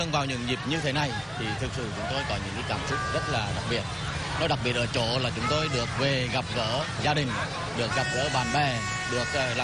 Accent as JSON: {"language": "Vietnamese", "region": "Quang Binh", "country": "Vietnam", "tie": "born or raised there", "moved": "yes", "said": "tôi là người con quần áo lệ thủy"}